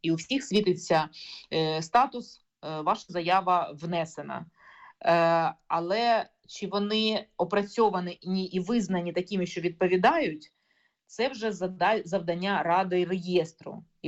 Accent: Donetsk Oblast, Ukraine; moved away; я сама з Донеччини

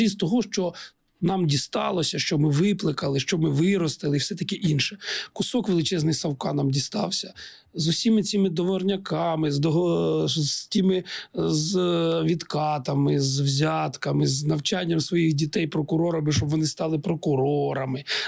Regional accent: Donbas, Ukraine; Я східняк. І хоча я народився на півночі Сходу, моя молодість прийшла на Донбасі. Я східняк по суті.

